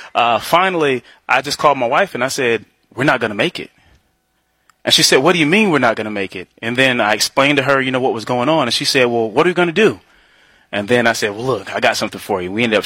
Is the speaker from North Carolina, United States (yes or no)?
yes; North Carolina, United States; now in Chicago, United States; We currently live in Chicago, Illinois, but I do want to make it clear, we are from North Carolina.